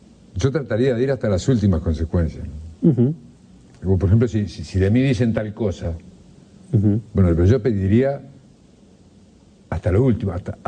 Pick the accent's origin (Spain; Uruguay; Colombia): Uruguay; yo no soy gringo, soy uruguayo.